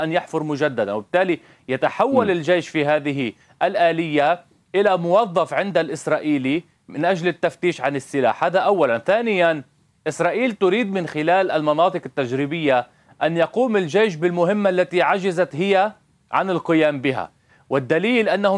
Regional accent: Lebanon; نحن نريد كلبنانيين أن نفاوض عن نفسنا

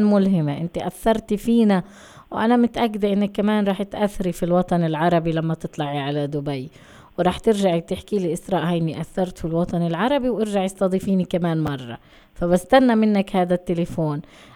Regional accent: Palestine; إحنا كشعب فلسطيني

